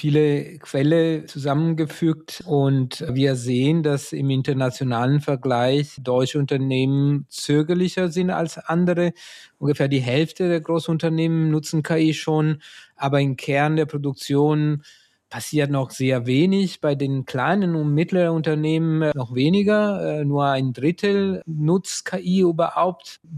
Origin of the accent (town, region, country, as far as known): Italy